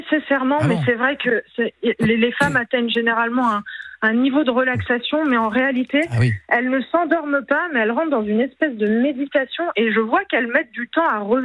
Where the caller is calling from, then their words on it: Nice, Provence-Alpes-Côte d'Azur, France; Moi, je suis à Nice.